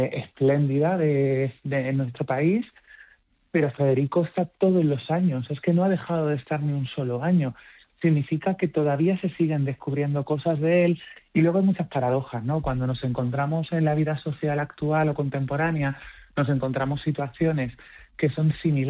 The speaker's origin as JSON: {"language": "Spanish", "region": "Melilla", "country": "Spain", "moved": "yes", "said": "espero que en mi tierra se sientan igual porque para mí Melilla siempre ha sido el primer lugar y el lugar al que yo le debo tanto."}